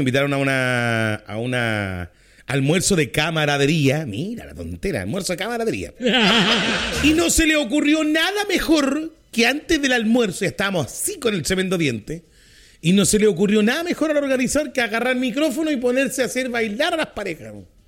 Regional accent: Chile; Mira, me encanta la cueca. Soy chileno, me encanta la cueca.

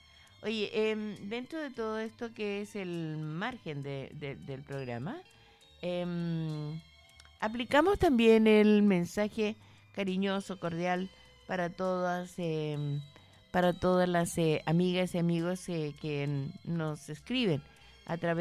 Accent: Santa Cruz, O'Higgins, Chile; para Santa Cruz, mi ciudad natal

